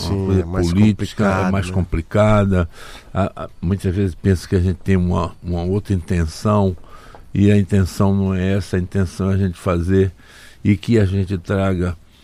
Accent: Northeast Region, Brazil; E eu, como sou nordestino também

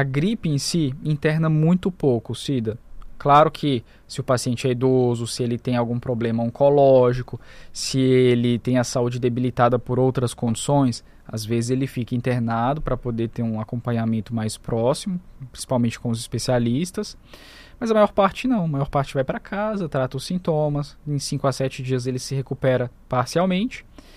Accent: Italy; now in Roraima, Brazil; Eu sou italiano.

